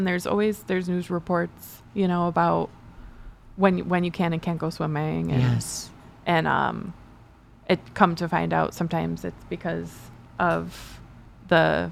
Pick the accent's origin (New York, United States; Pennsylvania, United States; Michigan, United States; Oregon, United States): New York, United States; Buffalo; But I grew up in Buffalo, so it's extra cool for me to see stuff like that.